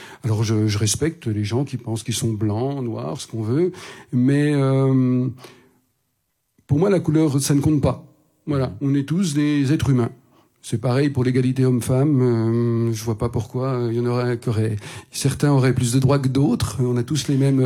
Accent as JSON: {"language": "French", "region": "Bourgogne-Franche-Comté", "country": "France", "moved": "as an adult", "lives_now": "Réunion, France", "said": "ben moi je viens de Franche-Comté, voilà, de loin. Ça fait 10 ans que je suis dans cette belle île que j'aime beaucoup."}